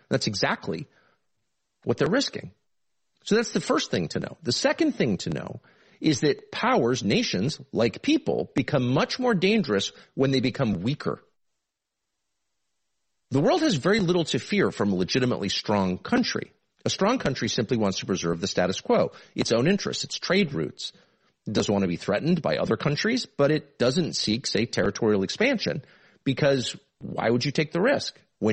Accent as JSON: {"language": "English", "country": "United States", "said": "and it pains me as an American to say"}